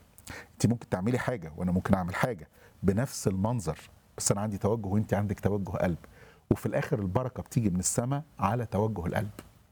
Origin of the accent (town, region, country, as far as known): Egypt